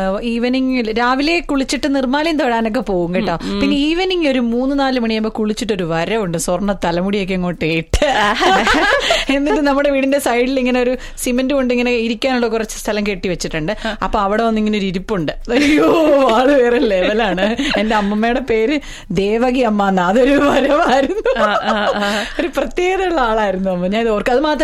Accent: Anchal, Kerala, India; എന്റെ നാട് കൊല്ലം ജില്ലയിൽ അഞ്ചലാണ്

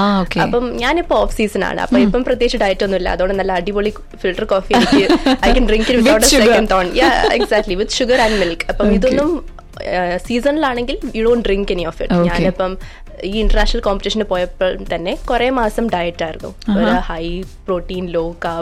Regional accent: Dubai, United Arab Emirates; also born or lived in India; ഞാൻ ജനിച്ചതും വളർന്നതും എല്ലാം ദുബായിലാണ്. I did my schooling here. ഞാൻ കോളേജിന് വേണ്ടിയാണ് നാട്ടിലേക്ക് പോയത്.

